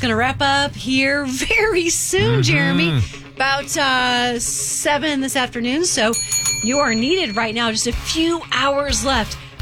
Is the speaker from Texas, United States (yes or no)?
yes; Texas, United States; You can tell that being a Texan, I've never had to say that before.